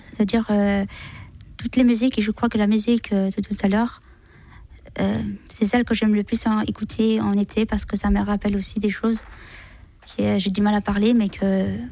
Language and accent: French; Colombia; moved away; c'est aller retourner dans mon pays natal, la Colombie. Voilà, de l'Amérique du Sud, parce que la Colombie, c'est tout pour moi, c'est mes origines, c'est là où je suis née